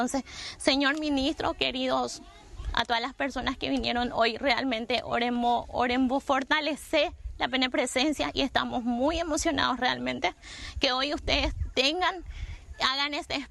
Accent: Itapirú, Paraguay; yo soy de Itapirú, vivo cerca de la comisaría.

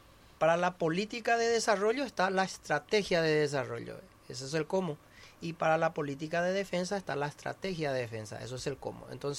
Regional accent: Paraguay; Es la población, somos nosotros los paraguayos.

